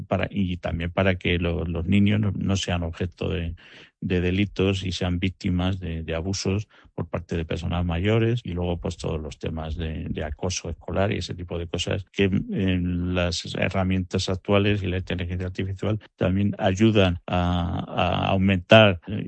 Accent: Alcázar de San Juan, Castilla-La Mancha, Spain; born there; decimos que los de mi pueblo, Alcázar de San Juan, somos línea dura

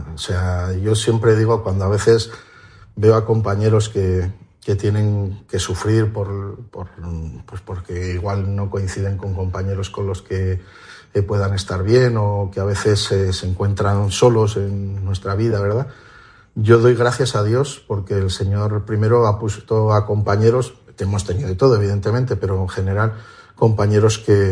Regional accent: San Vicente de la Sonsierra, La Rioja, Spain; now in Santo Domingo de la Calzada, Spain; aunque soy de San Vicente de la Sonsierra

